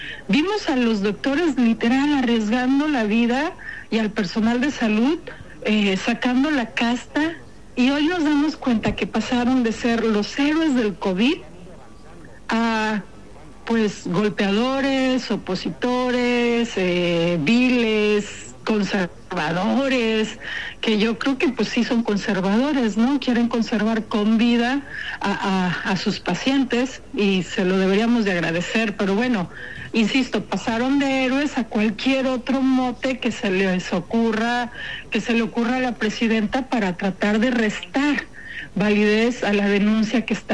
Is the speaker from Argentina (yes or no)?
no; Mexico